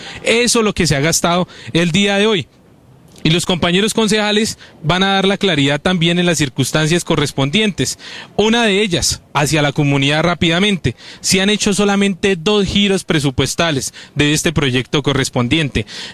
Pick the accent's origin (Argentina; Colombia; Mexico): Colombia; Cogua, Cundinamarca